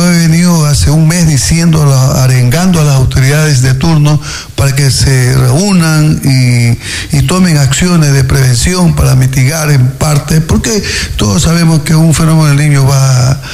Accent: San Pedro, Santa Elena, Ecuador; ahí hablaban de San Pedro, mi pueblo natal

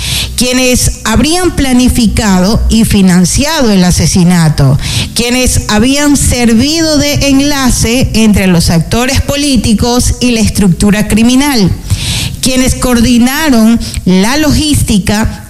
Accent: Ecuador; como ecuatoriana también me siento así

